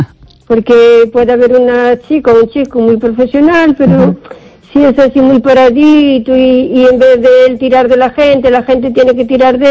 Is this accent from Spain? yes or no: yes; O Carballiño, Galicia, Spain